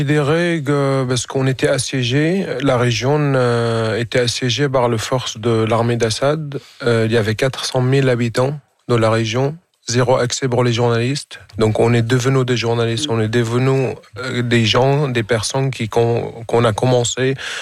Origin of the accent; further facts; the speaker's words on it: Hamouria, Rif Dimashq, Syria; moved away; Je viens d'une ville qui s'appelle Hamouria, qui a c'est une ville qui compte 23 000 habitants.